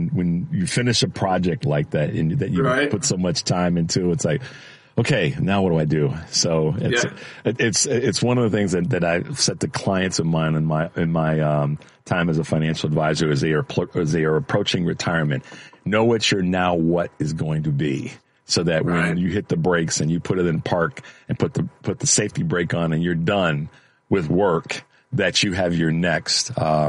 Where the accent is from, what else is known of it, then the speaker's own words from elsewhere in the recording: Chicago, Illinois, United States; me being a Chicagoan